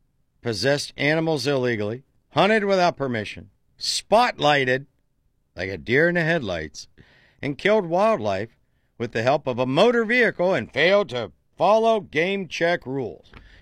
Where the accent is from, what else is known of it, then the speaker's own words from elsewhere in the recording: Dover, Ohio, United States; my hometown of Dover, Ohio.